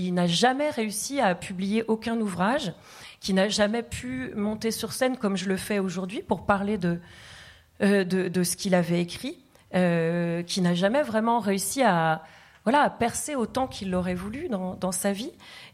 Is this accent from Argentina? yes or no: no; Tamil Nadu, India; first language Tamil; French is a second language; moved away; dans l'état d'où je viens, le Tamil Nadu